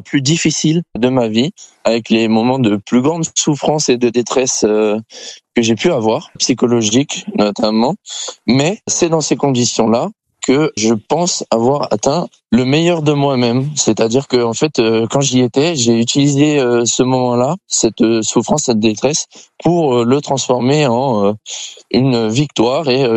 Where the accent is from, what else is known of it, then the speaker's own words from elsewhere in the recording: France; que je suis français et que avec la France c'est quelque chose qu'ils font particulièrement.